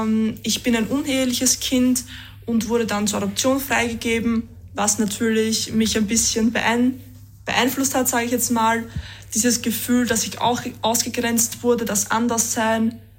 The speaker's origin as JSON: {"language": "German", "region": "Tyrol", "country": "Austria", "moved": "yes", "lives_now": "Ireland", "said": "Ich liebe Tirol, es ist meine Heimat, aber manchmal würde ich sagen, braucht man Abstand"}